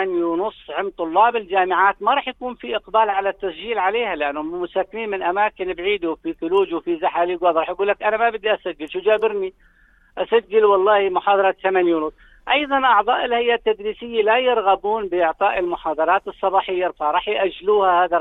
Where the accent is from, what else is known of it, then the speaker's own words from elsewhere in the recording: Jordan; عندنا في الأردن